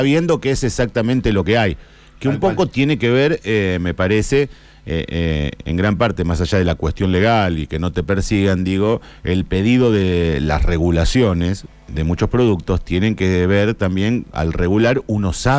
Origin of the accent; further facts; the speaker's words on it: Gálvez, Santa Fe, Argentina; En Gálvez hay una asociación, Gálvez no Villa Gobernador Gálvez, sino de donde soy yo.